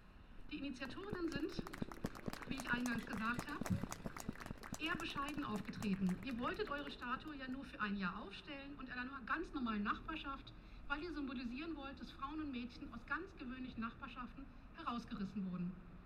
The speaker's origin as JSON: {"language": "German", "region": "Berlin", "country": "Germany", "said": "als Berlinerin bin ich euch sehr dankbar"}